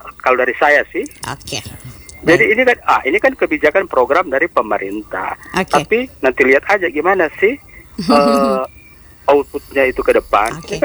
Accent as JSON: {"language": "Indonesian", "town": "Makassar", "region": "South Sulawesi", "country": "Indonesia", "said": "Di daerah saya itu, di Makassar saya dan di tempat saya itu masih kurang."}